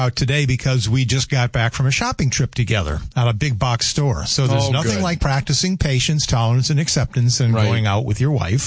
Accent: the South, United States; I'm actually Irish, but, you know, after growing up in the South

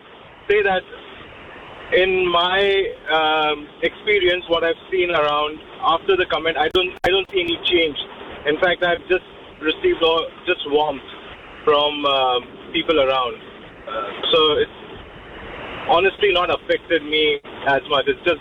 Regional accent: India; now in New Zealand; Yes, I am.

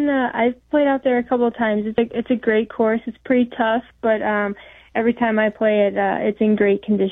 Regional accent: Peoria, Illinois, United States; I never got a chance to play because I would always go home to my hometown in Peoria.

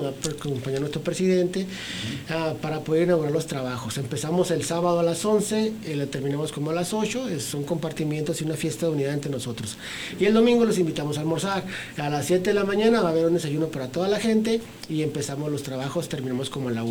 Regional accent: Ciudad Juárez, Chihuahua, Mexico; Yo soy de aquí de Ciudad Juárez.

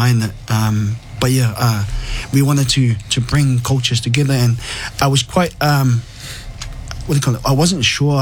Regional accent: Falealupo, Samoa; My dad, I'm also from Falisi Lalifanga as well. That's where my dad's from.

